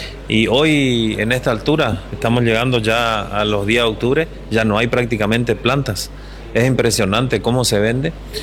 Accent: Loreto, Argentina

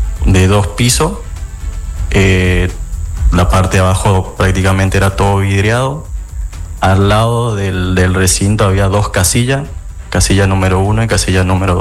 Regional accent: Esquina, Corrientes, Argentina; born there; now in Goya, Argentina; En Esquina Corrientes. Ahora estoy prestando servicio en la Prefectura Goya y vivo en Goya.

